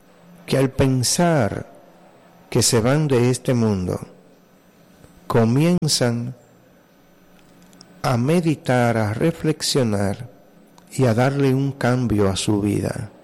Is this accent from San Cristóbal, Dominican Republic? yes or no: no; Jamao al Norte, Espaillat, Dominican Republic; nosotros, el pueblo de Jamao al norte, mi pueblo